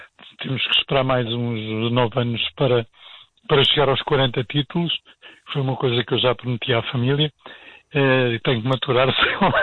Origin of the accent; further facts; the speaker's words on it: Porto, Norte, Portugal; born there; conheço esta cidade onde nasci, não é? Há 71 anos, veja lá.